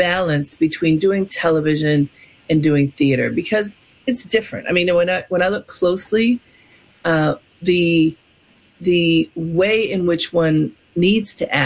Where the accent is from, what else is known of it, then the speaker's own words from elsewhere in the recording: Baltimore, Maryland, United States; now in New York, United States; I've lived in New York longer than anywhere else, but I am from Baltimore.